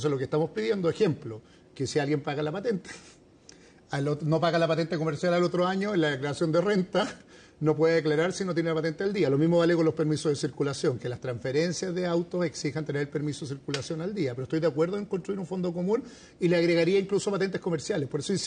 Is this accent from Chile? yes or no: yes; Las Condes, Santiago Metropolitan Region, Chile; Yo me crié en Las Condes, en la Colón 9000. Veo a mis vecinos, que son gente de esfuerzo, que tenían sus casas ahí, que están vendiendo sus casas